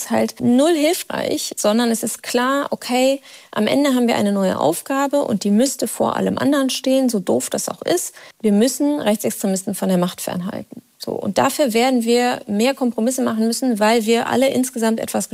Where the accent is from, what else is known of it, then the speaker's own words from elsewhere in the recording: Rhineland, Germany; weil ich bin ja Rheinländerin und dann muss ja weitergehen.